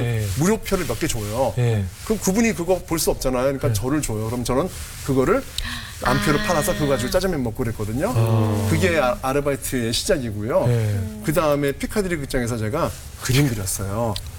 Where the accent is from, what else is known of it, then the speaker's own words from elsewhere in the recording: Seoul, South Korea; 제가 자란 곳이 태어난 곳이 청량리예요.